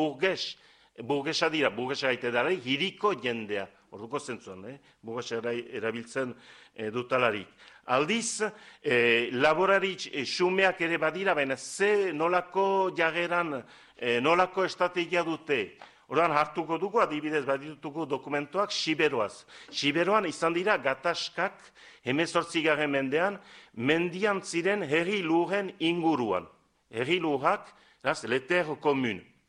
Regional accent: Estérençuby, Nouvelle-Aquitaine, France; Bo, ni Estrentzubikoa naiz, eta badakit gure herrian, laborarien artean, eta ez dira dena berdin

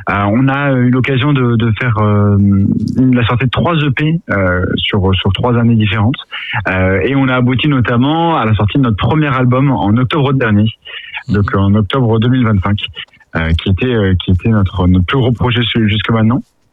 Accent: Paris, Île-de-France, France; nous on est originaire de Paris.

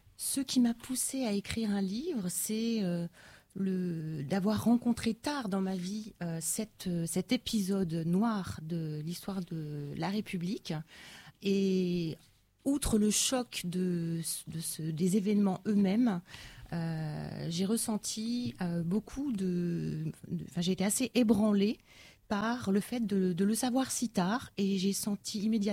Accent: France; en tant que Française grandie dans l'Hexagone

